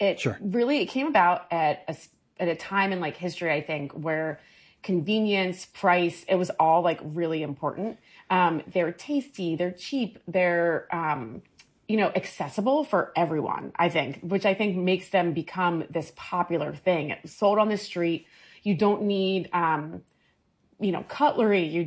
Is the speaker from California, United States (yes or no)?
no; Maryland, United States; Like me growing up in Maryland, those were always the things, a hot dog or a hamburger.